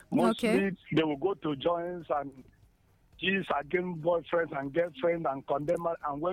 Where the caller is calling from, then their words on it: Cross River, Nigeria; from Cross River State.